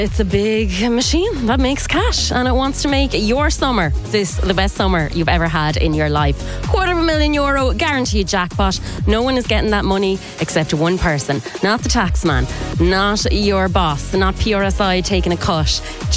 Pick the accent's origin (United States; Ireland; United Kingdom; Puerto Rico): Ireland; I feel like we'd be a bit mortified to do that as Irish people, would we?